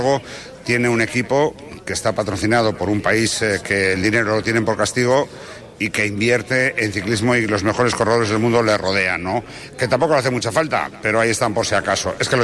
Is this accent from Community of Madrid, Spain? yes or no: no; Bilbao, Basque Country, Spain; Bilbao, que hemos estado muchos años, que es mi tierra además